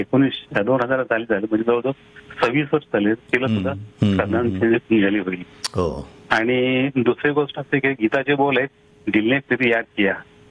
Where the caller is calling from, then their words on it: Sangli, Maharashtra, India; नव्या सांगली मधून